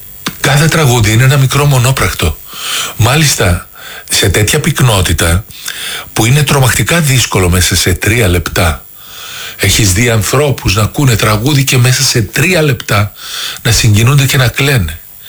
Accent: Athens, Attica, Greece; born there; also born or lived in Thessaloniki / Xanthi; μέχρι 8 χρονών. Ναι. Μετά ήρθαμε Αθήνα.

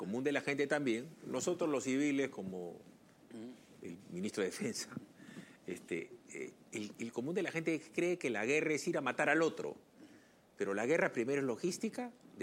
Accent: Talara, Piura, Peru; born there; now in Lima, Peru; yo he vivido de chiquito en Talara, Piura

